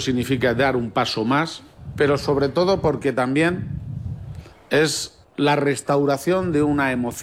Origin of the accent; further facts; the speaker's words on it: Toledo, Castilla-La Mancha, Spain; Lo digo como toledano.